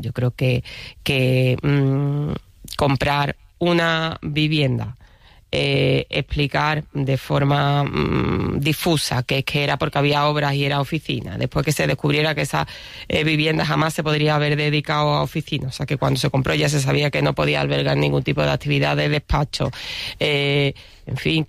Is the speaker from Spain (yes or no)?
yes; Andalusia, Spain; yo que soy andaluza y no votaré en la Comunidad de Madrid